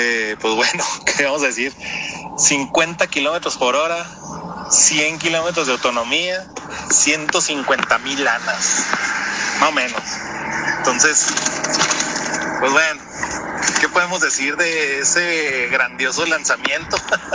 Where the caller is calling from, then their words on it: Chihuahua, Mexico; desde Chihuahua, Chihuahua.